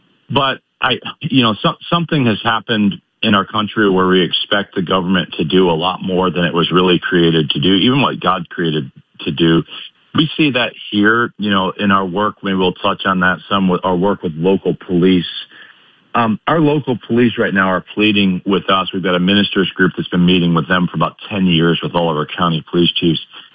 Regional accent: Illinois, United States; I grew up in Illinois where Caterpillar was, and I just remember watching union workers striking all the time.

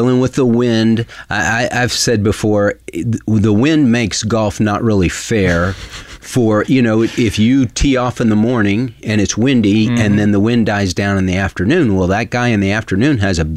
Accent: Texas, United States; So we're obviously from East Texas, where it's pretty and green.

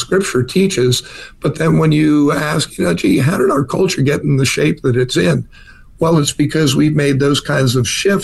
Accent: New York, United States; I grew up in New York

